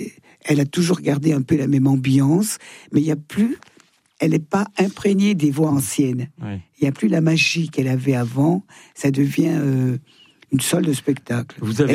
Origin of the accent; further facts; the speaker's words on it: Thonon-les-Bains, Auvergne-Rhône-Alpes, France; moved away; je vais être à Thenon-les-Blains, ma ville natale.